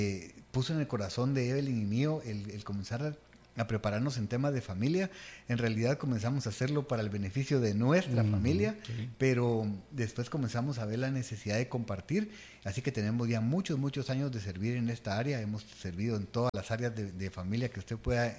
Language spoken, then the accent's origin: Spanish; Guatemala; en Guatemala nosotros decimos vamos con todo